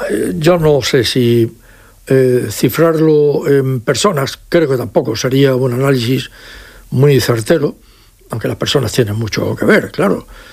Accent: Region of Murcia, Spain; Esto es lo que a mí me preocupa como español y como murciano también.

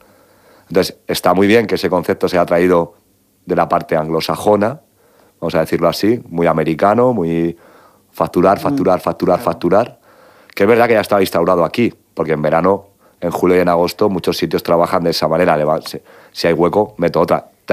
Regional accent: Spain; nuestra cultura como españoles

